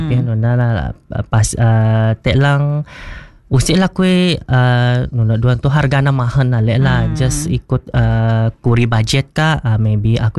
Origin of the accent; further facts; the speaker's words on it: Marudi, Sarawak, Malaysia; Aku asal dari Marudi Long Ati Baram.